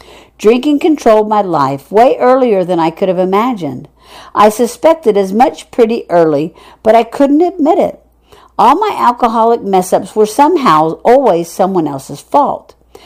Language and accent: English; Iceland; My hometown, Iceland, had a handful of mee